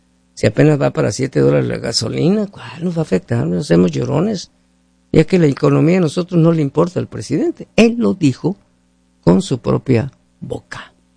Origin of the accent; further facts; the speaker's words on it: Mexico; Somos un país de pacífico, los mexicanos.